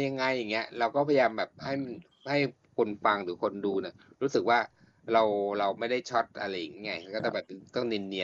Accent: Northern Thailand, Thailand; พี่บอกก็เป็นคนเหนือเหมือนกันนะ

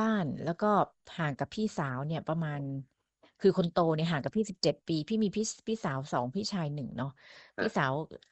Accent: Lampang, Thailand; คนลำปางใช่แล้วก็เรียนที่ลำปางตลอดตั้งแต่อนุบาลยันมัธยม

